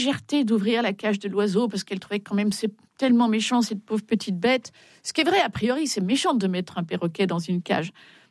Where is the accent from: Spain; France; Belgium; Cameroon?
Belgium; ça fait frémir la Belge que je suis.